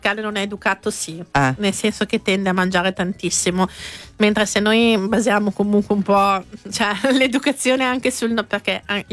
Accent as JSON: {"language": "Italian", "town": "Fidenza", "region": "Emilia-Romagna", "country": "Italy", "said": "vengo da Fidenze, San Donnino"}